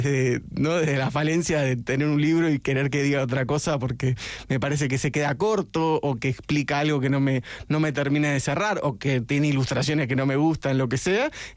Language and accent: Spanish; Argentina; como argentino que siempre pude entrar en Chile